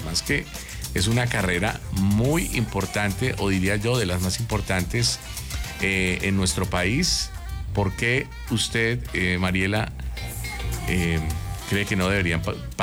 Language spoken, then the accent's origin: Spanish; Colombia; Como buenos colombianos, dejamos todo para última hora.